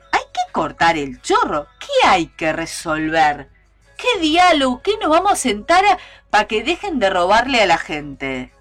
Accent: Uruguay; Porque hasta somos así los uruguayos.

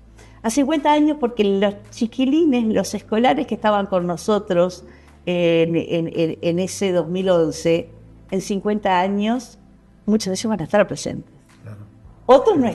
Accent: Canelones, Uruguay; todo lo que dice, claro, es lo que somos los canarios, lo que hacemos los canarios.

